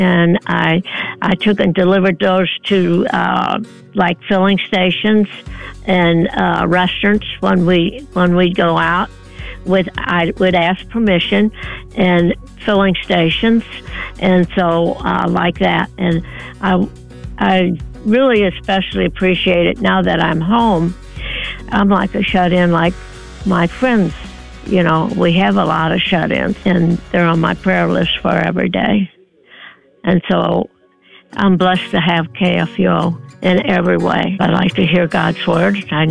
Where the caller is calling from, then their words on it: United States; I'm listening from Lincoln County. And the church I go to is Trinity Lutheran Church